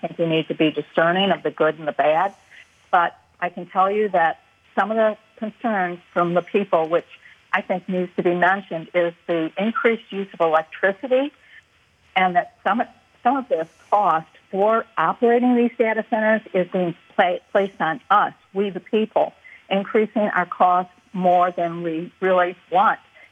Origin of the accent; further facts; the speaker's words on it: Ohio, United States; I'm from Ohio.